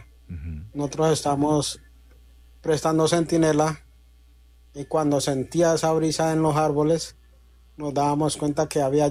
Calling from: Villavicencio, Meta, Colombia; De aquí, de la ciudad de Villavicencio.

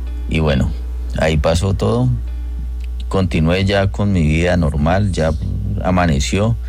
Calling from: Pitalito, Huila, Colombia; Yo me encuentro por acá, somos de acá de Pitalito, Huila.

